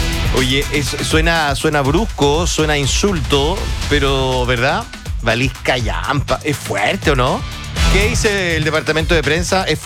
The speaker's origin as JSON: {"language": "Spanish", "country": "Chile", "said": "nosotros, los chilenos"}